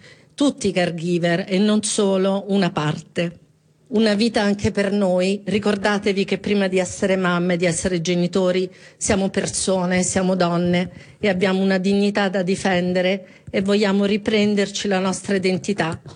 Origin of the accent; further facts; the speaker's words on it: Tuscany, Italy; però vengo dalla Toscana, mi sono fatta il viaggio.